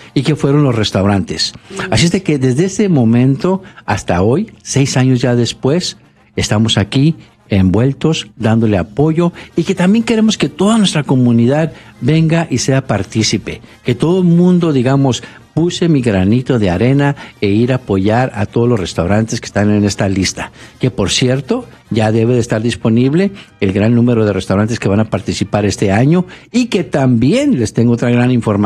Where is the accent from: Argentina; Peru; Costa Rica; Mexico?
Mexico; moved away; tengo la oportunidad de ir a mi pueblo, por allá a México